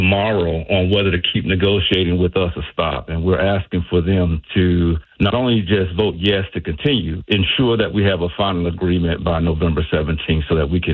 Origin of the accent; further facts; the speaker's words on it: Fort Lauderdale, Florida, United States; I was born and raised in Sistrunk … I spent 17 years and 1 month of my 18-year childhood.